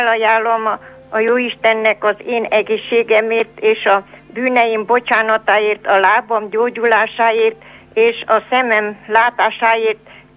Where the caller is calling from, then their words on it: Satu Mare, Satu Mare County, Romania; mi Szatmáriak vagyunk